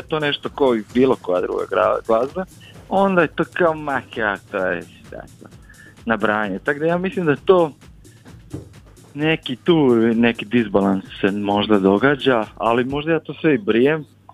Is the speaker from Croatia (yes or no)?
yes; Croatia; kod nas u Hrvatskoj